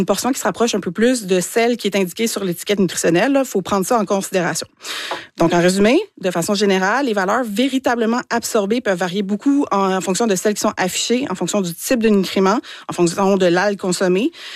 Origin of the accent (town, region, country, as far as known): Quebec, Canada